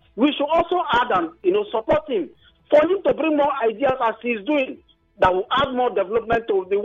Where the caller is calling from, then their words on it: Buri, Nigeria; I'm calling from Buri.